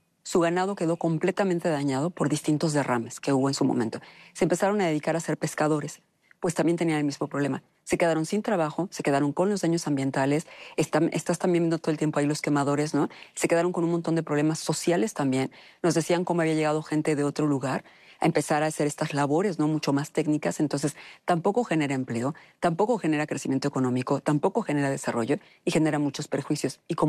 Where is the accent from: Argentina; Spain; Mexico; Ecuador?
Mexico; Tamaulipas; born there; moved away; yo nací en Tamaulipas, soy de allá.